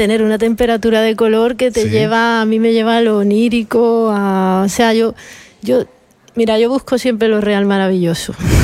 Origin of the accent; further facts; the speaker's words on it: Cádiz, Andalusia, Spain; De verdad, yo soy de Cádiz y, uh-huh. y en Cádiz hay una luz durísima, durísima.